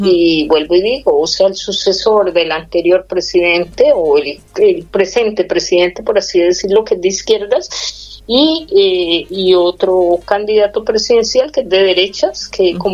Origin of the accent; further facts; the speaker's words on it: Colombia; now in Las Palmas de Gran Canaria, Spain; me atrevo a decirlo porque pues soy de origen colombiano